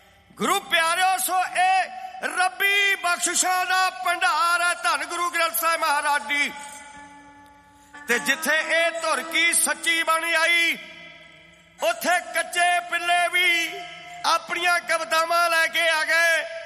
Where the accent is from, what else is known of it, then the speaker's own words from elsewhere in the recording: Kartarpur, Punjab, India; ਅਸੀਂ ਕਰਤਾਰਪੁਰ ਦੇ ਰਹਿਣ ਵਾਲੇ ਹਾਂ।